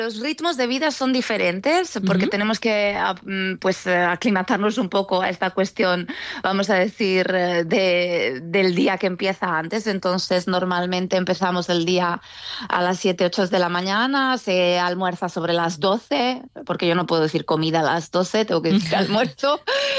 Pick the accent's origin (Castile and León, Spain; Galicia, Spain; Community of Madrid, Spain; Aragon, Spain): Aragon, Spain; Zaragoza; now in Croatia; a veces los grupos cuando se enteran que soy de Zaragoza me cantan alguna jota